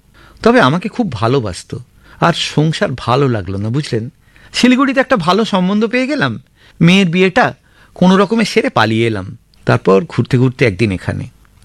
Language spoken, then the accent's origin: Bangla; Howrah, West Bengal, India; আগেই বলেছি আমি হাওড়ার ছেলে, ছোট থেকে শিববুর মন্দিরতলা অঞ্চলে বড় হওয়া। ওখানেই দীনবন্ধু কলেজ থেকে সায়েন্স নিয়ে গ্র্যাজুয়েট হয়েছিলাম।